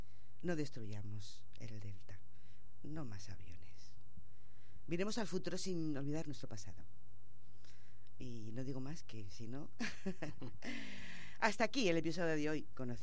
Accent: El Prat de Llobregat, Catalonia, Spain; los que somos del Prat y que hemos vivido, no tanto como esto, pero sí hemos disfrutado del campo, del delta

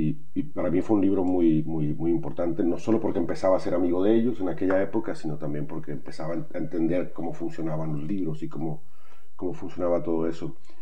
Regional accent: Culiacán, Sinaloa, Mexico; Culiacán, que es la ciudad donde yo nací y crecí

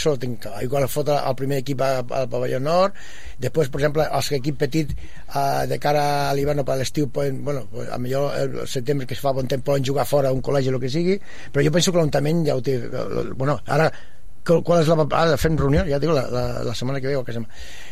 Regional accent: Terrassa, Catalonia, Spain; now in Sabadell, Spain; Soc fill de Terrassa, però ja estic més... Bueno, aquí, estic més dies aquí que allà.

